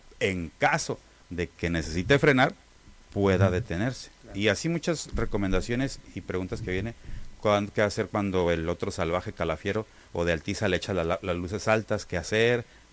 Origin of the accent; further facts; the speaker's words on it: Tijuana, Baja California, Mexico; Soy de Tijuana